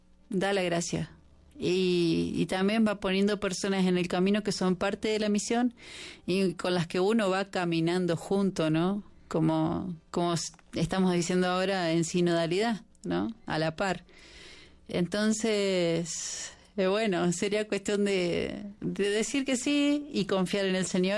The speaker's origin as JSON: {"language": "Spanish", "country": "Argentina", "said": "yo soy muy amiguera y familiera, entonces, como buena argentina."}